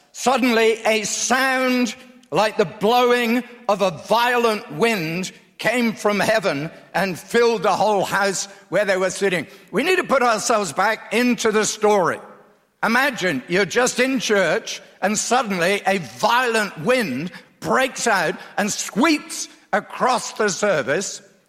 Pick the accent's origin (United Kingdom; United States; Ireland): United Kingdom; England; I'm English. I was a good Anglican.